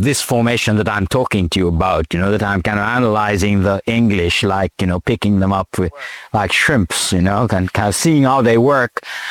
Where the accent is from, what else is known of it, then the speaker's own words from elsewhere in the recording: Jamaica; born there; I was born in Jamaica. I was born in Jamaica